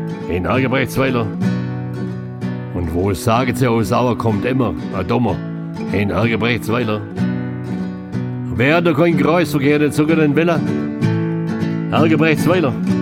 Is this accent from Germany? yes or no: yes; Baden-Württemberg, Germany; Aufgewachsen auf dem Land, auf dem Hohen Staufen, einfach, aber immer zufrieden, glücklich und trotzdem immer auf ein kleiner Streich aus.